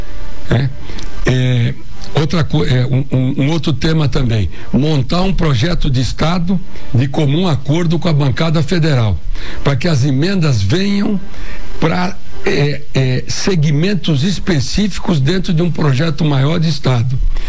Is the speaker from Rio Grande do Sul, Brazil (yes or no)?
no; Mato Grosso do Sul, Brazil; born there; me considero em condições, pô, de governar o estado onde eu nasci.